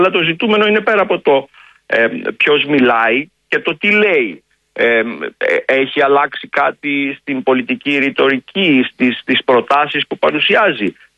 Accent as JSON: {"language": "Greek", "region": "Thessaly", "country": "Greece", "said": "Όποιος καεί στο χυλό, φυσάει και το γιαούρτι, λένε στην πατρίδα μου, τη Θεσσαλία."}